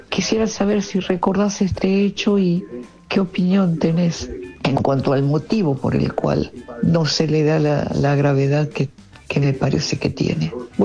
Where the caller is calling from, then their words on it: Buenos Aires, Argentina; de Villa del Parque.